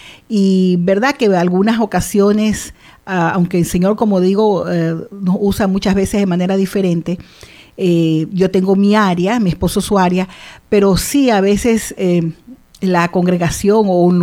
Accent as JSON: {"language": "Spanish", "town": "Guayaquil", "region": "Guayas", "country": "Ecuador"}